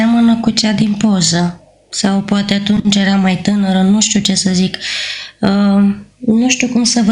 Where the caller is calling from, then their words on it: Dolj, Romania